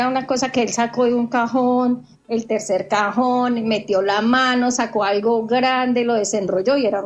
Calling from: Villavicencio, Meta, Colombia; yo soy de aquí de Villavicencio

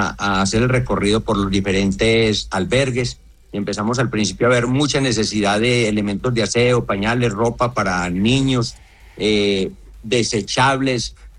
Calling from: Pereira, Risaralda, Colombia; como colombianos que somos, que nos caracteriza la unión.

